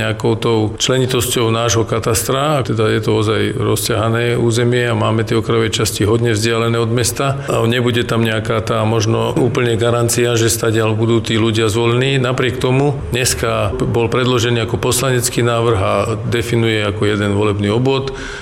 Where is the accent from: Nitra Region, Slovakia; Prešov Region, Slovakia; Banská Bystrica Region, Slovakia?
Banská Bystrica Region, Slovakia; Nová Baňa; v našom meste Nová Baňa.